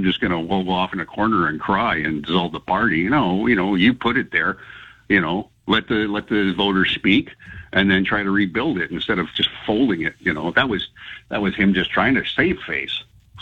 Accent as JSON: {"language": "English", "region": "British Columbia", "country": "Canada", "said": "we have to stand up for ourselves as British Columbians, but as Canadians."}